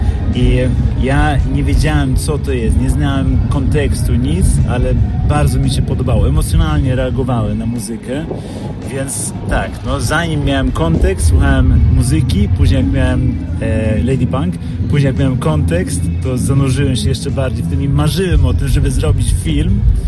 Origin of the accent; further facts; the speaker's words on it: Sweden; Ja wychowałem się, jestem urodzony, wychowany w Szwecji i kuzyni moi wysyłali mi z Polski rzeczy.